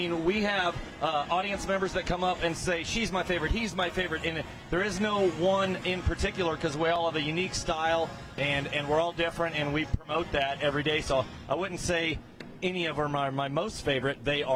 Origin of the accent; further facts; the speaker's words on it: Unadilla, Nebraska, United States; I personally am from Unadilla